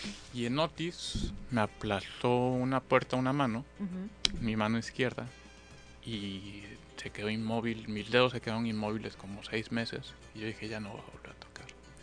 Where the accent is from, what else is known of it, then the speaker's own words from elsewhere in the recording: Acapulco, Guerrero, Mexico; moved away as an adult; also born or lived in Mexico City; yo soy acapulqueño, ajá, nací aquí, crecí aquí, viví hasta los 18 años aquí. Ajá. Y después me fui a vivir a la Ciudad de México, me fui a estudiar música. Viví como 13 años allá.